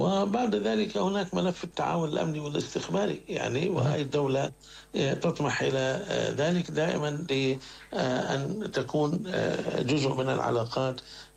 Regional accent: Syria; نحن يهمنا الحقيقة كسوريين

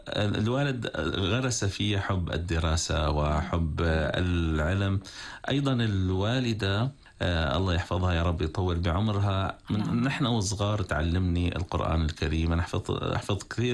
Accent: Harasta, Rif Dimashq, Syria; أنا نشأت في دمشق في الغوطة الشرقية في حرستا. عائلتنا عائلة علمية

